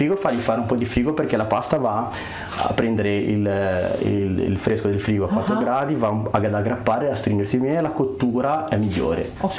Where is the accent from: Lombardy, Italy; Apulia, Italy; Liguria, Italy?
Liguria, Italy; Il vantaggio è che i nostri vecchi facevano, da buon liguri, facevano due piatti in uno.